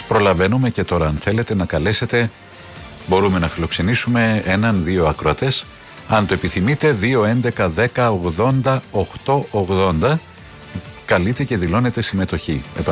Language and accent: Greek; Cyprus; εγώ κατάγομαι από την Κύπρο